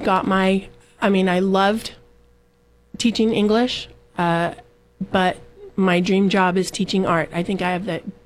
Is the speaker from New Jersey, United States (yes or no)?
no; San Luis Obispo, California, United States; I grew up here in San Luis Obispo. I graduated from San Luis High School.